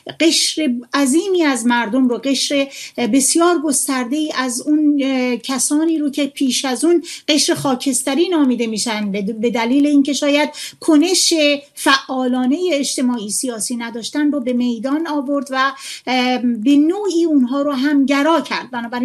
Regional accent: Iran; ما همه مردمیم، ما همه ایرانیم

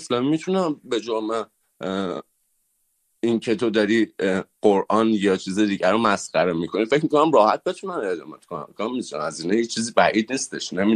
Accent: Iran; حتی از حق دیدن خانواده هامون، حتی بازگشت به وطنمون.

